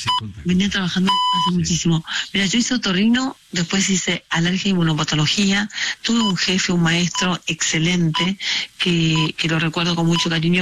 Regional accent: Corrientes, Argentina; moved away as an adult; now in Buenos Aires, Argentina; No, ¿sabes que yo soy de la UNE? Soy de la Universidad Nacional del Nordeste, porque soy correntina.

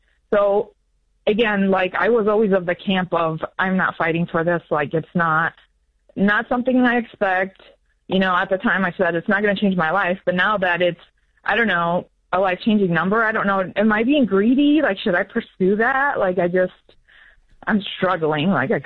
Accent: United States; I grew up in the States with my mom.

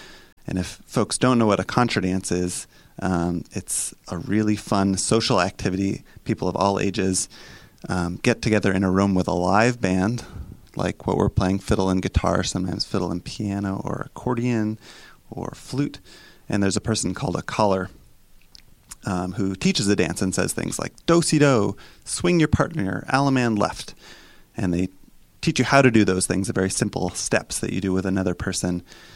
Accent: Montana, United States; now in Pittsburgh, United States; So I'm from Montana, and Johanna is from Maine.

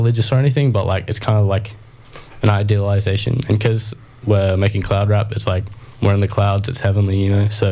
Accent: Narrabundah, Australian Capital Territory, Australia; So the 604 actually refers to our postcode. So we're from Narrabundah, 2604.

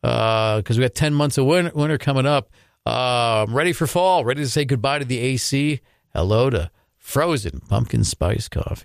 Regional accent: New England, United States; now in Maine, United States; growing up in New England

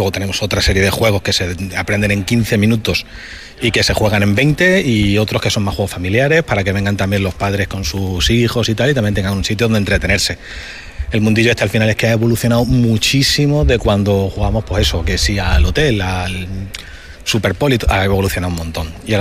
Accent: Badajoz, Extremadura, Spain; somos de aquí de Badajoz

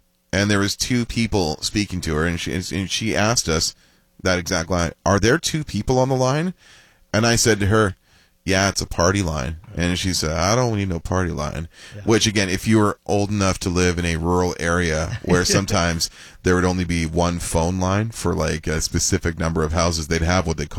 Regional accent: Langley, British Columbia, Canada; He played for the Langley Hornets, the BCHL team in my hometown.

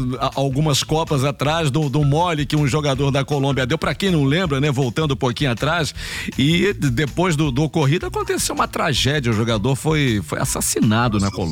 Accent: Brazil; Mas sou brasileiro.

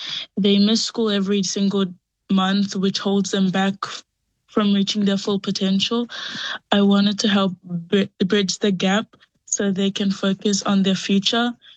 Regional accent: Kadavu, Eastern Division, Fiji; I'm 13 years old and I go to North Cross Intermediate and I'm from Kandavu, Lomani Koro, Nakasaleka.

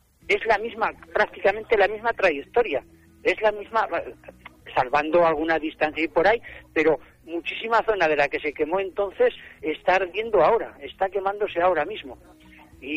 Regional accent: Luesia, Aragon, Spain; Sí, sí, soy de aquí de Luesa, sí. Tengo mi explotación aquí en Luesa.

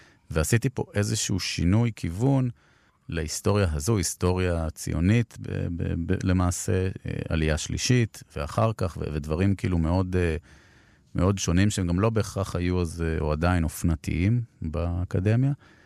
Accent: Northern District, Israel; born there; moved away; נחל אסי, שזה הקיבוץ השכן לקיבוץ שבו נולדתי.

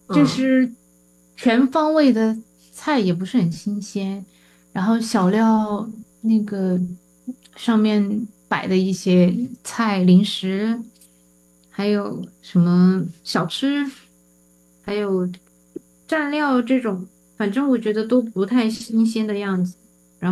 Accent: Sichuan, China; now in Seattle, United States; 都是土生土长的四川人。

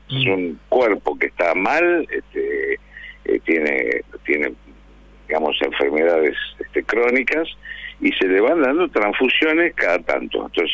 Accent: Santa Fe, Argentina; born there; now in Rosario, Argentina; Tengo asiento en Rosario y en J. de Molina, que es mi pueblo, en el taco de la bota de la provincia de Santa Fe

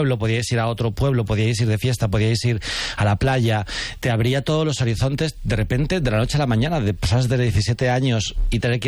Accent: Alcorcón, Community of Madrid, Spain; Cuando decían, ¿tú de dónde eres? Yo decía, Alcorcón.

